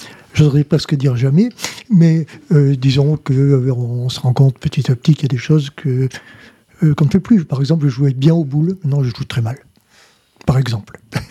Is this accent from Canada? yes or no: no; Luc, France; moved away as an adult; je suis un pur Lucois, je suis né à Luc. Je suis parti longtemps pour des raisons professionnelles et je suis revenu en retraite à Luc.